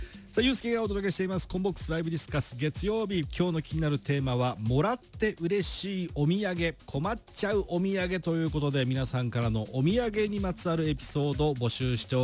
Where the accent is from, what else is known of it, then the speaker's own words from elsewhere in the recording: Sano, Tochigi, Japan; now in Mito, Japan; 私のふるさとであります栃木県佐野市